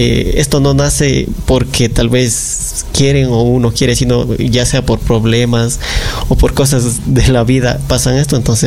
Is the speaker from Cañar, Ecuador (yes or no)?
yes; Cañar, Ecuador; Yo soy de Cañar